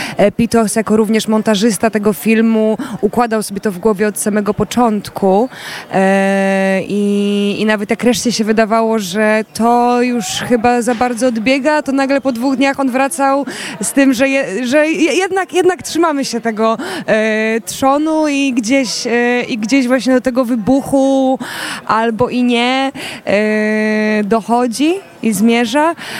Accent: Wrocław, Lower Silesian Voivodeship, Poland; also born or lived in Kraków; now in Warsaw, Poland; Ja jestem wrocławianką

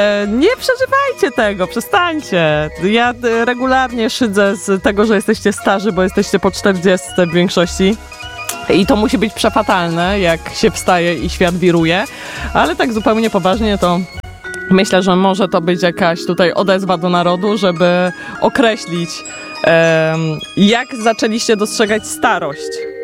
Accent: Nowy Sącz, Lesser Poland, Poland; Jestem z Nowego Sącza, gdzie sporo regionalizmów się używa

